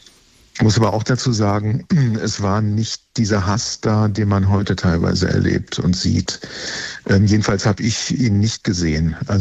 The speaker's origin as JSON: {"language": "German", "region": "Hesse", "country": "Germany", "tie": "born or raised there", "lives_now": "Berlin, Germany", "said": "Ja, hallo aus Berlin nach Hessen in mein Heimatland."}